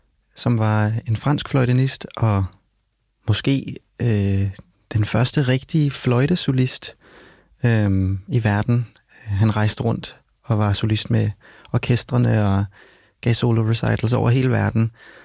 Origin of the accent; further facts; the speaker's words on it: Copenhagen, Capital Region of Denmark, Denmark; Jeg har en chilensk mor og en dansk far. Jeg er opvokset på Islands Brygge, så ikke så langt fra, hvor vi sidder lige nu.